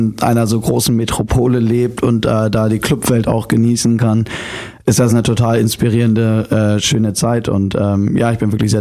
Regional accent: Hamburg, Germany; born there; Ich bin in Hamburg geboren, aber wohne in MacPom.

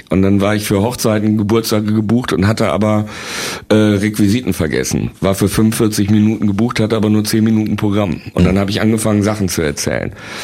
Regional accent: Bielefeld, North Rhine-Westphalia, Germany; Ich bin ja Bielefelder

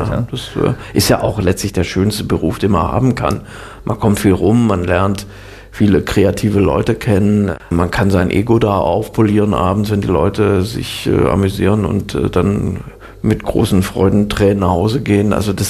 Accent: Swabia, Germany; also born or lived in Northern Germany; dann wurde ich zwar in Norddeutschland geboren, aber bin dann auch sehr schnell nach Schwaben umgezogen. Im Grunde bin ich Schwabe, also auch bis heute, man hört es jetzt nicht mehr so im Dialekt

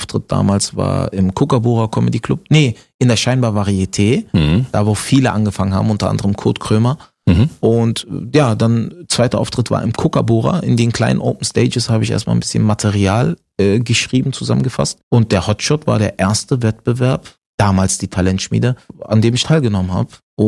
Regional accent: Berlin, Germany; Ja. Geboren und aufgewachsen.

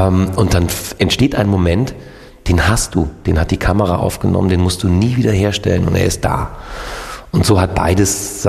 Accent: Northern Germany, Germany; Norddeutschland, Digga. Alter, ich habe keinen Akzent, ich habe keinen Dingsbums.

